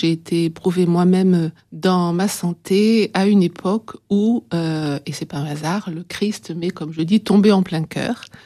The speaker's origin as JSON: {"language": "French", "region": "Provence-Alpes-Côte d'Azur", "country": "France", "also_born_or_lived": "Oise", "said": "de retour sur mes terres provençales, hein, je suis originaire de la région d'Aix-en-Provence."}